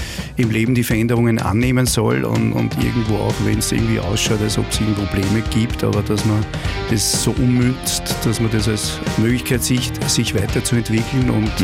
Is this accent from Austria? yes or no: yes; Gerersdorf, Lower Austria, Austria; also born or lived in St. Pölten; In Gerersdorf, das ist auch bei St. Pölten.